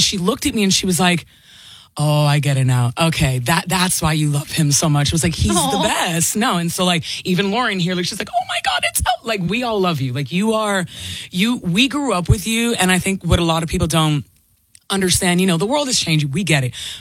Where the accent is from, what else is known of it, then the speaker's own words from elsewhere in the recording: Miami, Florida, United States; So I grew up in Miami, 305 till I die forever.